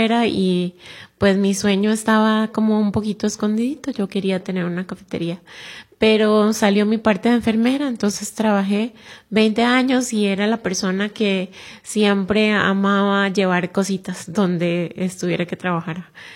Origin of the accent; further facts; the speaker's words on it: Puntarenas, Costa Rica; moved away as an adult; yo soy de Punta Arenas, ahí estudié en la UCR con beca, soy de una familia, bueno, de un hogar un poquito disfuncional.